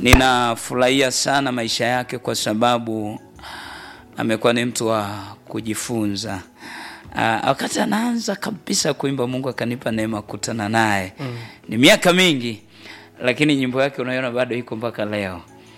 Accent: Tanzania; nikamwambia wana sisi wageni tumetoka Tanzania.

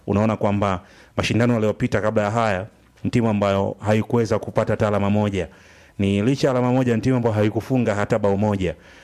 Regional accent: Tanzania; sisi ni Watanzania tunajijua.

